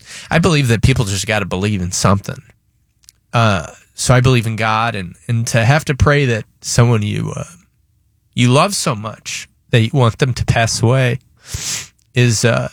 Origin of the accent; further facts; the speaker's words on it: Michigan, United States; when I grew up in Michigan, I went to college when I was 17 years old in Chicago, and I obviously was very homesick.